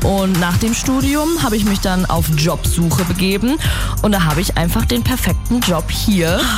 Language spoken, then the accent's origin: German; North Rhine-Westphalia, Germany; moved away as an adult; also born or lived in Ilmenau; now in Weimar, Germany; ich komme eigentlich aus NRW, wo die Mieten damals schon explodiert sind.